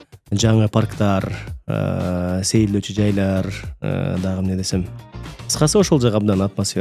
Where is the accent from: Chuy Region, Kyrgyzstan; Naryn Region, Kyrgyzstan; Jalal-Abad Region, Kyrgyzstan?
Chuy Region, Kyrgyzstan; Novopavlovka; Балалыгым Сокулук районуна караштуу Новопавловка айылында өткөн. Бирок ал жакта эле бүгүн шаар болуп калды.